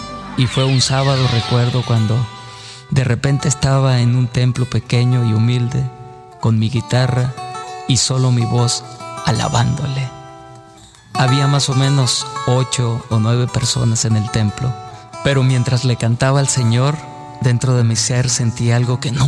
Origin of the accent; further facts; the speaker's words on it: Sinaloa, Mexico; moved away as an adult; also born or lived in Mexico City; nací en un pueblito del estado de Sinaloa, México.